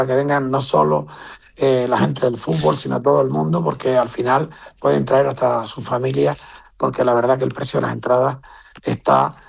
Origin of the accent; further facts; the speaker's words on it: Canary Islands, Spain; sobre todo como Gran Canarios, que somos gente de retos